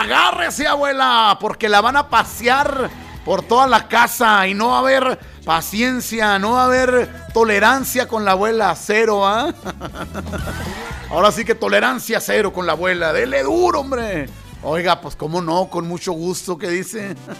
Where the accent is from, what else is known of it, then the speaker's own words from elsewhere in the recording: Mexico; somos mexicanos